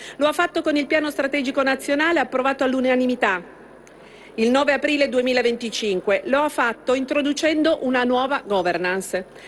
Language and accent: Italian; Cuneo, Piedmont, Italy; lo dico da piemontese, da cuneese